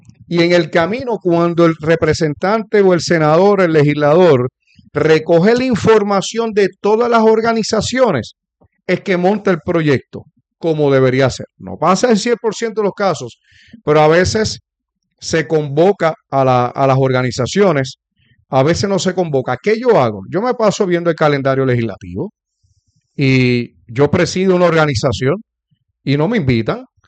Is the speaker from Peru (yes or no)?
no; Puerto Rico